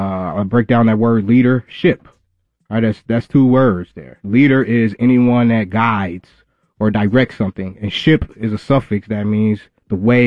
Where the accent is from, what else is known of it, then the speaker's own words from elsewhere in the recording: Minneapolis, Minnesota, United States; moved away as an adult; also born or lived in Atlanta, Georgia; I grew up in Minneapolis, Southside Minneapolis. I met my boo back in 2005, who had moved here from the Bahamas, and we got married, and then we moved to Atlanta, Georgia.